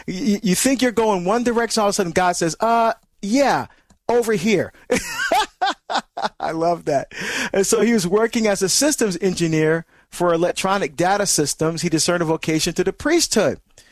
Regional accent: Barbados; So I'm from Barbados and he's from Indonesia.

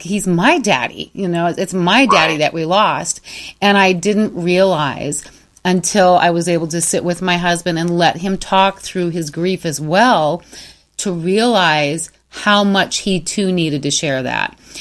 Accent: Michigan, United States; now in Arizona, United States; but I've been in Arizona for many, many years, but Michigan is still my home state.

